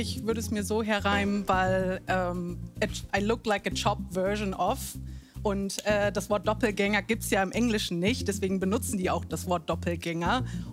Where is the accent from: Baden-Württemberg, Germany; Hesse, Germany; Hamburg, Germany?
Hamburg, Germany; Aus Hamburg.